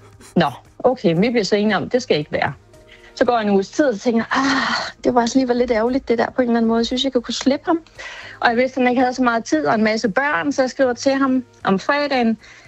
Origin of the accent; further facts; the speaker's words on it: Stenløse, Capital Region of Denmark, Denmark; jeg er fra Stenløse.